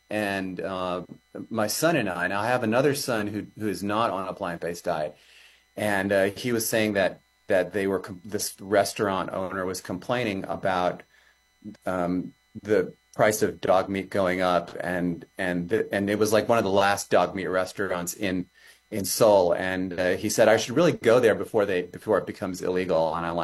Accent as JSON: {"language": "English", "country": "Germany", "tie": "born or raised there", "also_born_or_lived": "Austria", "said": "because I grew up in Germany and Austria, I speak German. I haven't used my German for a while, so I sound like an American when I talk German"}